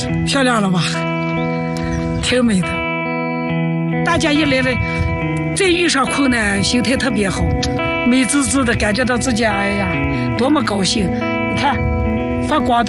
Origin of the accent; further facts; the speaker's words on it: China; 我们中国人，哎，说话还是靠谱的